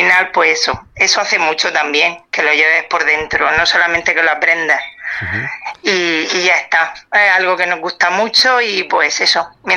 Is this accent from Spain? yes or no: yes; Lorca, Region of Murcia, Spain; born there; ellos eran andaluces y a mí, pues yo nací aquí en Lorca